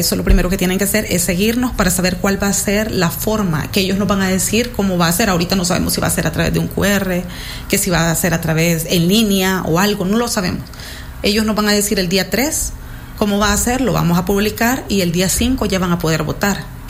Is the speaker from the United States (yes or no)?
no; El Salvador; Como audiencia, como salvadoreños, para que puedan votar por su país ese día 5 de octubre.